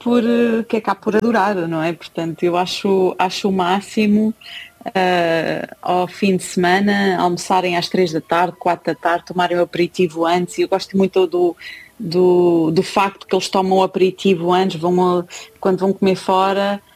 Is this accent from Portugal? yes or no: yes; Portugal; also born or lived in Qatar; now in Madrid, Spain; muito como nós, portugueses